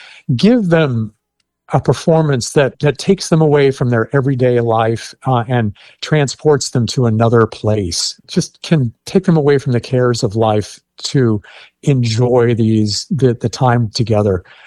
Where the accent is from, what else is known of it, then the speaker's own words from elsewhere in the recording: Tulsa, Oklahoma, United States; I grew up in Tulsa